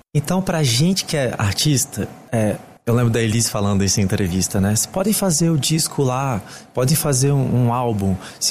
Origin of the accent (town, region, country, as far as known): Brazil